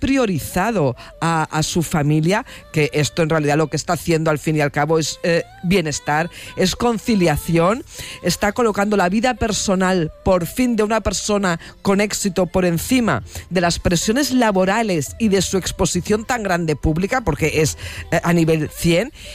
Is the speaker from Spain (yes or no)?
yes; Spain; Como Premio Mundial de la Paz, que soy primera española en ganarlo